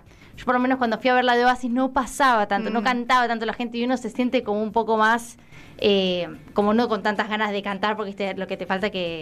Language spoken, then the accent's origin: Spanish; Argentina